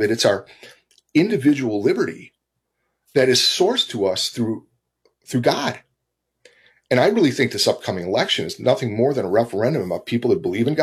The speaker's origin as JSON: {"language": "English", "region": "the South", "country": "United States", "tie": "born or raised there", "said": "I grew up was born in the Jim Crow South."}